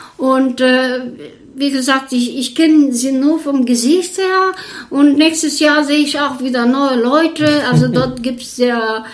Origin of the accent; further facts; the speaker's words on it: Bulgaria; first language Bulgarian; German is a second language; moved away as an adult; now in Görlitz, Germany; ich hatte dennoch mal Kontakt auf meine Muttersprache.